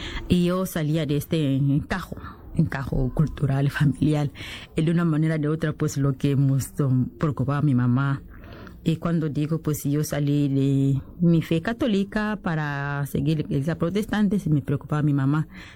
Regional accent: DR Congo; moved away; Yo soy de la República Democrática del Congo, donde nací y crecí en una familia grande de 8 hijos.

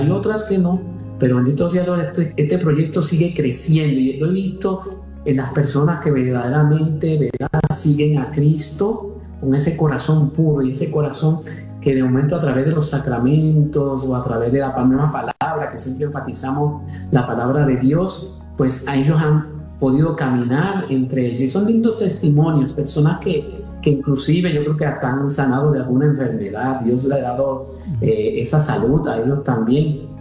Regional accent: Comerío, Puerto Rico; moved away as an adult; also born or lived in Massachusetts, United States; now in Costa Rica; yo soy originario de Puerto Rico. Yo soy de un pueblo llamado Comerío, en el centro de la isla, entre las montañas, y pues ahí crecí, viví mi vida ahí, y ya como a eso de edad de 19 años, 20 años, emigré a los Estados Unidos y me establecí en la ciudad de Massachusetts, en el estado

